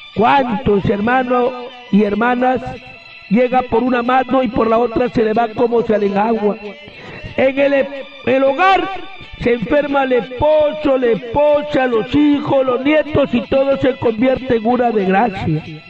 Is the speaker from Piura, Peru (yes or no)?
yes; Huancabamba Province, Piura, Peru; la provincia de Huancabamba, mi tierra querida, conocida, la tierra que camina.